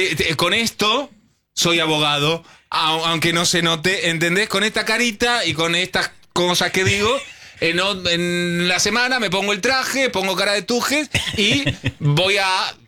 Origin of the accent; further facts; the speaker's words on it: Lanús, Buenos Aires Province, Argentina; Hola, Marito … de Lanús, tengo 52 años.